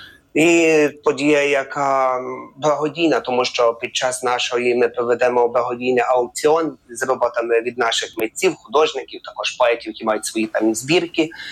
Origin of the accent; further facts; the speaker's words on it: Ivano-Frankivsk Oblast, Ukraine; Тому що я сам з Івано-Франківщини